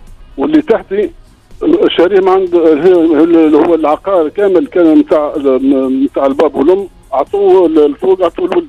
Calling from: Gafsa, Gafsa Governorate, Tunisia

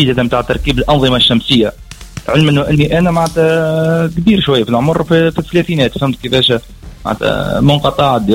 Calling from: Sfax, Sfax Governorate, Tunisia; من سفاقس.

